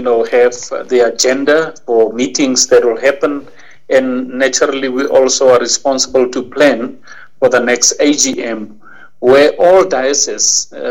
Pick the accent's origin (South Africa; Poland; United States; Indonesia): South Africa; Kimberley, Northern Cape; I am from Kimberley, in the Diocese of Kimberley, under the leadership of His Lordship Bishop Duncan Tsoke. I am a parishioner at the St. Mary's Cathedral.